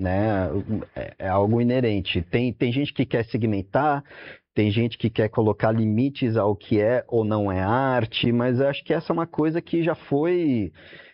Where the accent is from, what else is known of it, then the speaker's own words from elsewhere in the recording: São Paulo, Brazil; also born or lived in United States; Eu sou nascido fora, mas estou aqui em São Paulo desde criancinha, 6 anos de idade, filho de uma americana com um mineiro. Então, quando a família resolveu voltar para o Brasil, me estabeleci, eu me considero muito mais brasileiro que qualquer outra coisa.